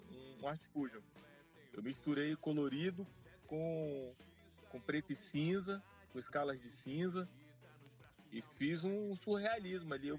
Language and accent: Portuguese; Amazonas, Brazil; moved away as an adult; Eu cresci aí no Javarizinho.